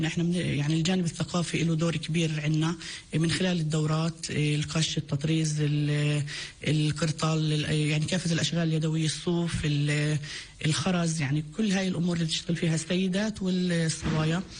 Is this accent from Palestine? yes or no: yes; West Bank, Palestine; احنا يعني في بلدتنا في كفر الحادث